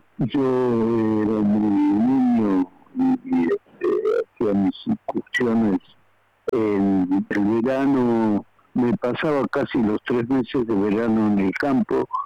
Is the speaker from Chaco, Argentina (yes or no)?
no; Azul, Buenos Aires Province, Argentina; yo soy de Azul, del interior